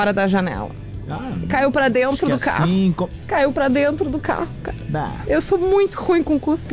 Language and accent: Portuguese; Rio Grande do Sul, Brazil; accent: gaúcho